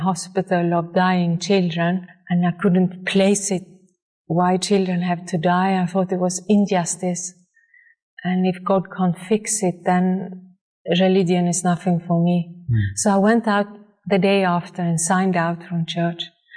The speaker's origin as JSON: {"language": "English", "country": "Sweden", "tie": "born or raised there", "moved": "as an adult", "lives_now": "Denmark", "said": "my parents are farmers. And so I grew up in the Swedish forest."}